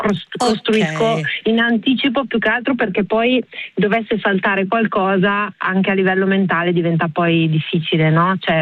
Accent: Milan, Lombardy, Italy; now in Porto San Giorgio, Italy; io sono nata e cresciuta a Milano, adesso mi sono trasferita nelle Marche a Porto San Giorgio

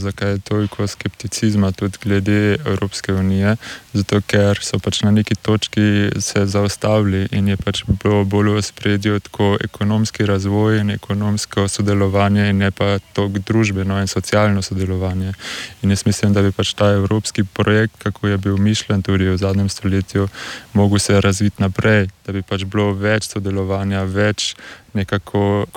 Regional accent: Bleiburg, Carinthia, Austria; Pač jaz sem iz Piberka in sem tam odraščal

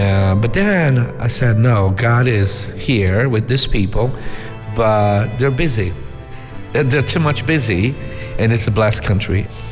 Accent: Belém, Pará, Brazil; English is a second language; I am from Brazil, from the north part of Brazil, from Belém.

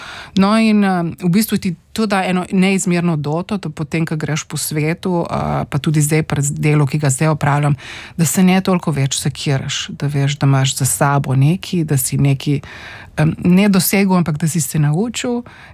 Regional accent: Postojna, Littoral–Inner Carniola, Slovenia; Jaz sem odraščala v Postojni, se pravi pri, oziroma bom rekla splošno na Primorskem

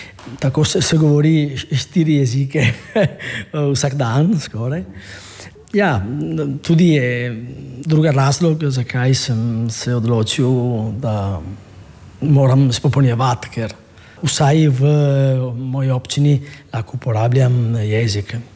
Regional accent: Padua, Veneto, Italy; Slovenian is a second language; moved away as an adult; also born or lived in Trieste; now in Trieste area, Italy; Točno ne, ker moja družina prihaja iz Sicilije. Jaz sem se rodil v Padovi, tam sem živel 30 let in potem je zdelo preravno v Padovi in sem se preselil v Trst prej in potem v dolino pri Trstu

